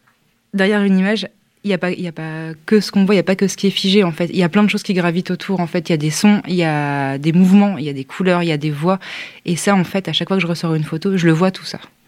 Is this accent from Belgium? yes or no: no; the north of France, France; Moi je viens du nord de la France